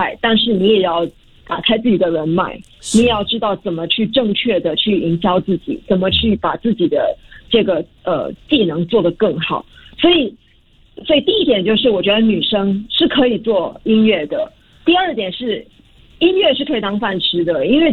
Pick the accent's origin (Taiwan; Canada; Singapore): Singapore; 嘿，我们是新加坡人，谁说我们的中文不好？